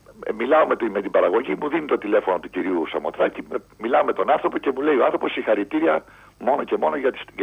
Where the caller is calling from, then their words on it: Peristeri, Attica, Greece; από το Περιστέρι.